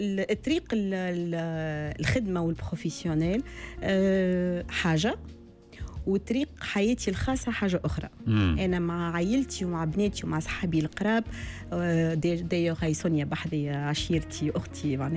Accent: Tunis, Tunis Governorate, Tunisia; تولدنا في تونس وكبرنا في تونس وبابا مولود في تونس

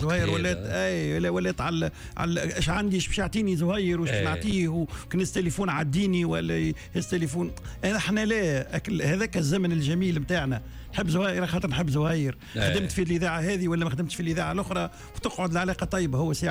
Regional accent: Tunisia

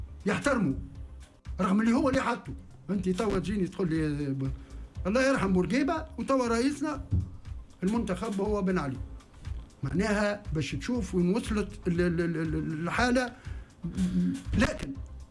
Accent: Tunisia; انا تونسي وفي بلادي

